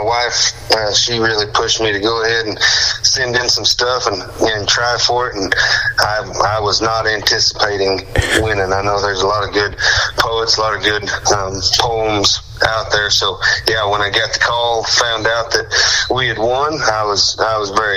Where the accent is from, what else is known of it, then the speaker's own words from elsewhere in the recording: Oklahoma, United States; also born or lived in Arkansas / Missouri; I was born in Arkansas, lived in southwest Missouri here for part of my childhood, and then I kind of claim Oklahoma. I spent my high school and college years in Oklahoma.